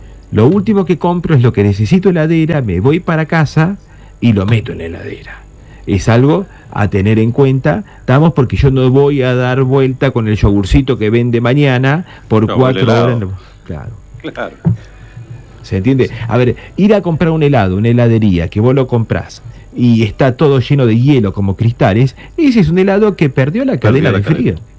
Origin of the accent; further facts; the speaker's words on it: Argentina; como buenos argentinos y argentina